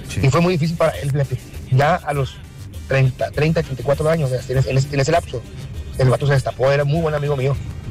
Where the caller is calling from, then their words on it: El Dorado, Sinaloa, Mexico; Soy yo del Dorado.